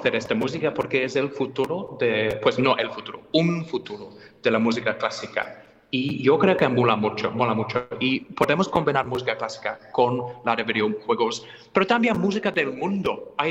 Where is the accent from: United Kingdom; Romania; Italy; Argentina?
United Kingdom; England; Spanish is a second language; now in Spain; Yo soy de Inglaterra, pero me siento muchísimo mejor como español adoptado, ¿vale?